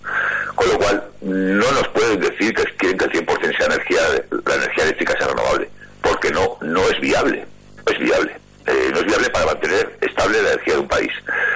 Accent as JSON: {"language": "Spanish", "region": "Aragon", "country": "Spain", "said": "Y yo, por ejemplo, soy de Aragonés y en Aragón hemos visto"}